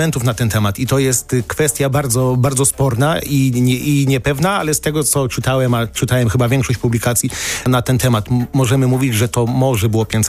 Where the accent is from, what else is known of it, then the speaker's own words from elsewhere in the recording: Szczecin, West Pomeranian Voivodeship, Poland; Ja lubię Kopciuszków, jestem ze Szczecina, więc mam pogoń Szczecin